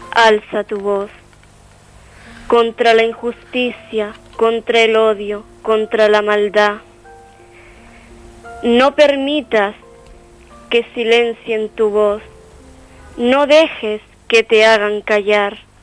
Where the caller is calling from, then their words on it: Vega de San Mateo, Canary Islands, Spain; tengo 16 años y soy del barrio de Ariñe, en la Vega de San Mateo